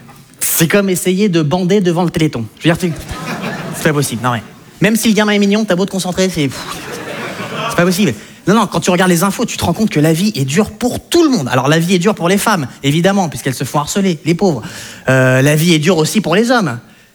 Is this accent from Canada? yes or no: no; France; Moi ce qui est un petit peu de rigolo chez moi, c'est qu'en fait je suis français, mais j'ai des origines hollandaises, belges, françaises, mongoles, chinoises, turques et suédoises.